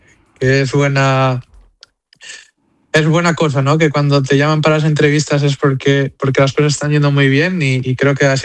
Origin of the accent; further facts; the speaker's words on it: Alfaz del Pi, Valencian Community, Spain; also born or lived in Benidorm; Nací en Benidorm, pero siempre me he criado en Alfaz del Pi.